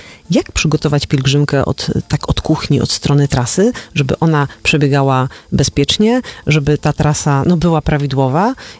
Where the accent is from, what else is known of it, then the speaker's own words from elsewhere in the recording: Częstochowa, Silesian Voivodeship, Poland; Ja rozumiem, ja też jestem częstochowianką, więc pozdrawiam wszystkich częstochowian, tak?